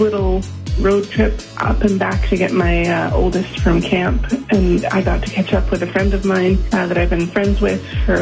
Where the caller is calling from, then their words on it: Mission, British Columbia, Canada; I'm calling from Mission.